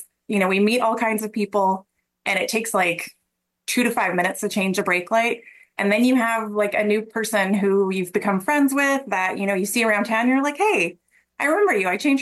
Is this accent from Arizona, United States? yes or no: yes; Arizona, United States; now in Missouri, United States; I myself am not. I'm from Arizona.